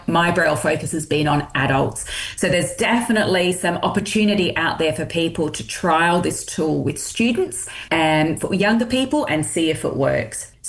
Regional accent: Adelaide, South Australia, Australia; born or raised there

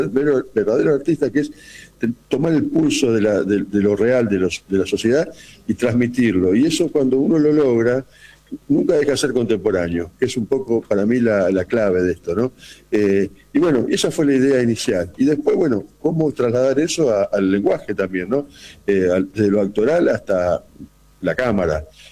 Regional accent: Rosario, Santa Fe, Argentina; los rosarinos tenemos esa cuestión, que somos una especie de plaga a veces, que estamos dando vueltas por todos lados

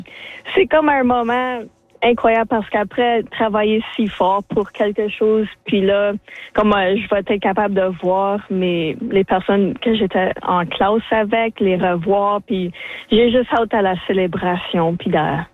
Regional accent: Sudbury, Ontario, Canada; je suis de Sudbury

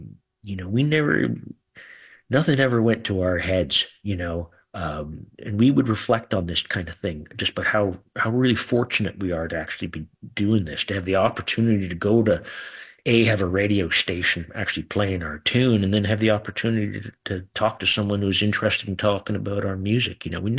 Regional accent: Kingston, Ontario, Canada; We're just guys from Kingston, Ontario.

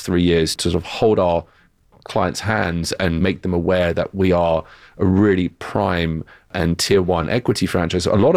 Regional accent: United Kingdom; accent: British; moved away as an adult; now in United States; it's my British accent

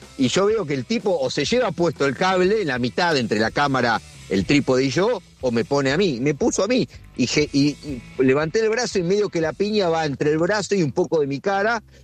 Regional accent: Uruguay; Sí, tiene su onda. A veces hay que decir que somos uruguayos, por la duda, porque si te ven con la camiseta argentina

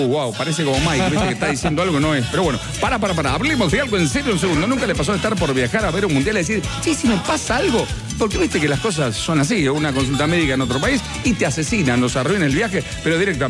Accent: Argentina; es mi patria, mi segunda patria, soy italiano también y tengo mi familia en Italia.

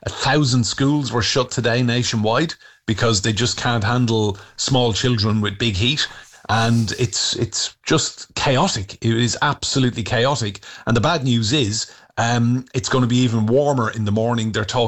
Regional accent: Ireland; Well, as an Irishman, I do laugh

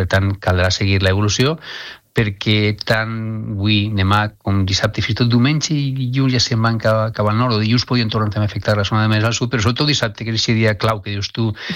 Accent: Alcoy, Valencian Community, Spain; jo soc d'Alcoi, parlant amb els amics, familiars d'Alcoi

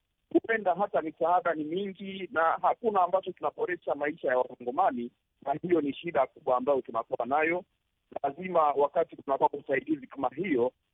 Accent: DR Congo; wakongomani tunaweza

